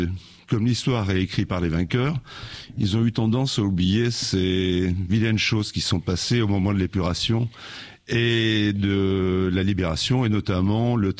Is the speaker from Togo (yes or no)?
no; Auvergne-Rhône-Alpes, France; mon village natal dans l'Allier